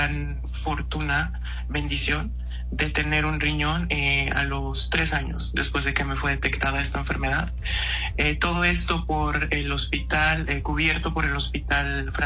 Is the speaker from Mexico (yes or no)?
yes; Mexico; Y que sabes que yo siempre lo veo como mexicano, de que decimos en México que hay vida después de la muerte